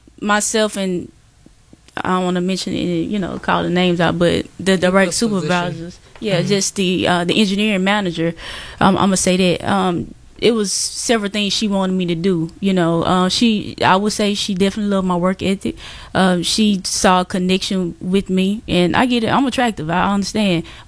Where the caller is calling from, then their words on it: Mississippi, United States; maybe I'm from Mississippi.